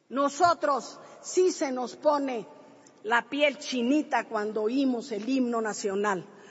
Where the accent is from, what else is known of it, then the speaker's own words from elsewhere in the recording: Mexico; Nosotros sí somos mexicanos de a de veras.